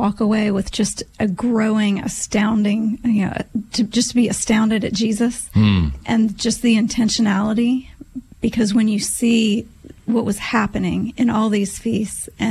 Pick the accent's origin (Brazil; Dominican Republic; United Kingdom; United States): United States; Midwest; also born or lived in New York City, United States / Wisconsin, United States / Illinois, United States / Iowa, United States; I was born in New York City and then ended up spending most of my upbringing in the Midwest, Wisconsin, Illinois, and Iowa.